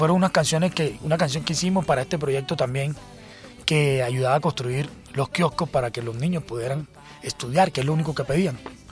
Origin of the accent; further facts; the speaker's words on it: Cartagena, Bolívar, Colombia; Yo soy cartagenero, lo que pasa es que cuando sí, el Junior... Cuando yo estaba pequeñito